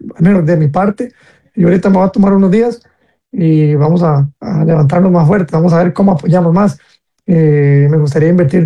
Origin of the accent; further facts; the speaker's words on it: Costa Rica; como costarricenses, nos acostumbramos a que alguien salga así de bueno cada 10 años